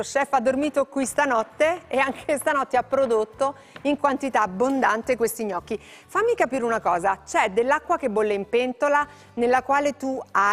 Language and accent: Italian; Campania, Italy; C'è anche la ricotta di bufala per noi campani